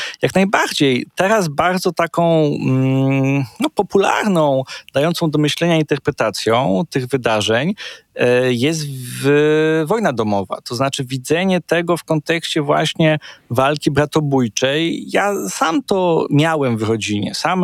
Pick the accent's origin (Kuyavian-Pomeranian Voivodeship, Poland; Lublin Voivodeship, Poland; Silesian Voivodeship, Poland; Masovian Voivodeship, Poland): Silesian Voivodeship, Poland; Gliwice; u nas w Gliwicach